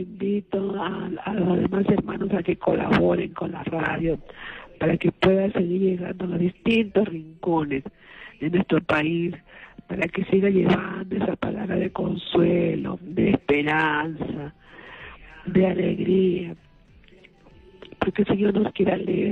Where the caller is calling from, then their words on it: Chincha, Ica, Peru; Buenos días, estoy llamando de Chincha, del departamento de Ica.